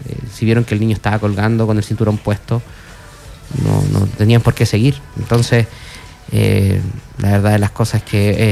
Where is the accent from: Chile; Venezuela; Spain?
Chile; yo vengo de la Pola donde mi entorno está lleno de droga. Personalmente lo digo, soy totalmente abierto. El entorno de donde yo vivía, había mucha gente que traficaba, tenía soldados en la esquina.